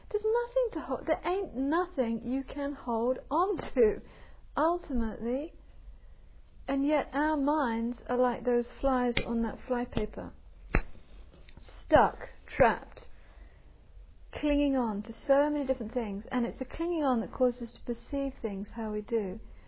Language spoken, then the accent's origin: English; England, United Kingdom; And being English, so I had some kind of interest in this. And I had a friend coming out from England